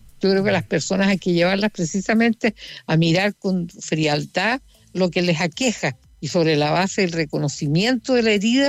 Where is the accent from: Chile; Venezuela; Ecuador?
Chile; somos los chilenos